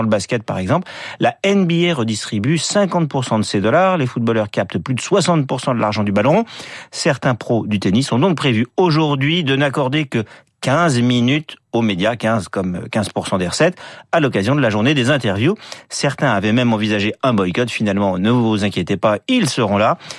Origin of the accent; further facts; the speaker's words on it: Paris, Île-de-France, France; Je suis parisien.